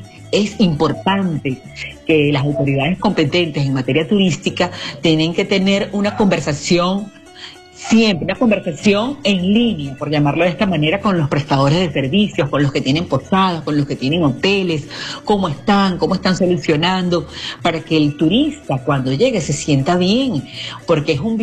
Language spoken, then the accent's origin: Spanish; Venezuela